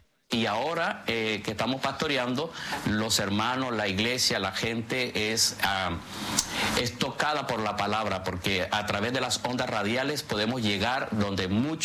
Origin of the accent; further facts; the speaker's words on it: Caribbean Region, Colombia; yo vivía en ese entonces en Tierra Linda, no era cristiano y como buen costeño me gustaba escuchar música vallenata en las noches